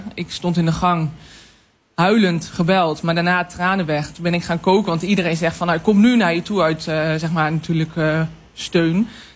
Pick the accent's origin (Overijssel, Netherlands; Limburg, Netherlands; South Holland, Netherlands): Overijssel, Netherlands; Deventer; born there; Ik ben geboren in Deventer.